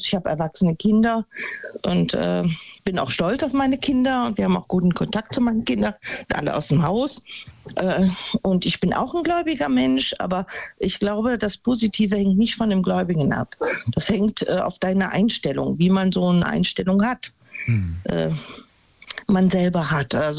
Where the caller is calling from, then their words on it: Neunkirchen-Seelscheid, North Rhine-Westphalia, Germany; Ja, ich bin aus Neunkirchen-Sülscheid und ich habe nur durch Zufall eure Sendung verfolgt.